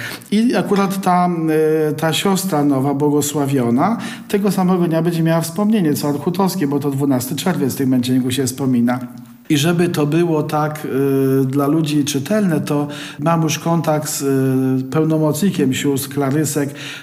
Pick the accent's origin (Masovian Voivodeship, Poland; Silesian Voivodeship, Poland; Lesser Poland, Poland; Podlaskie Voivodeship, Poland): Lesser Poland, Poland; Tarnów; akurat pochodzę z Tarnowa, z parafii katedralnej.